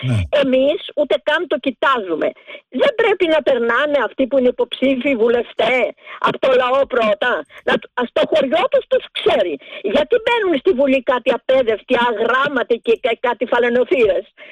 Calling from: Western Greece, Greece

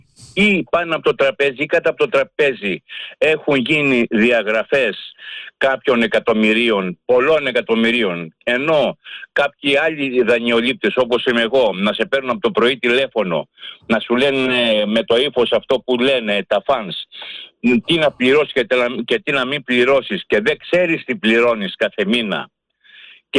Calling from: Greece; ανήκω μόνο στον εαυτό μου και στην Ελλάδα, στην πατρίδα μου

